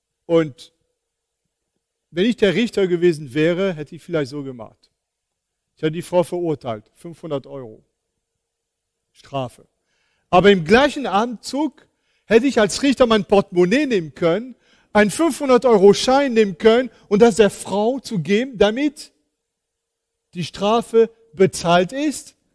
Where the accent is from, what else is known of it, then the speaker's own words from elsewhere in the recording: Île-de-France, France; das war kurz vor Weihnachten in der Gegend von Paris, wo ich herkomme.